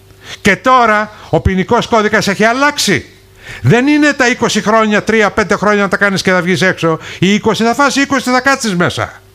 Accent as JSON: {"language": "Greek", "country": "Greece", "said": "Όταν τους είπα ότι είμαι από Ελλάδα"}